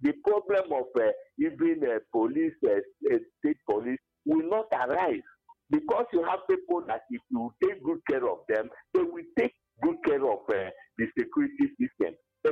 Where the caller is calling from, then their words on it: Abani, Enugu State, Nigeria; I'm calling from Abani, Enugu.